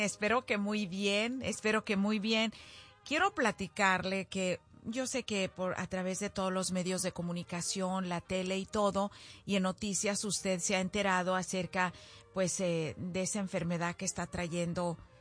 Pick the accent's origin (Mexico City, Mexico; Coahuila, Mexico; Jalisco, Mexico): Jalisco, Mexico; Zacualco de Torres; Y pues a los de mi pueblo, oiga, con el permiso de ustedes, de allá de Zacualco de Torres. Esas calles empedradas tan bonitas, oiga, cuando todos los niños salíamos a jugar allí afuera.